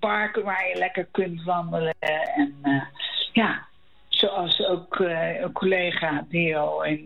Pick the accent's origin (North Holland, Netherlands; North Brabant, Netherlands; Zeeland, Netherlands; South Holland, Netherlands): South Holland, Netherlands; The Hague; moved away as an adult; now in Voorburg, Netherlands; ik ben in Den Haag geboren en getogen.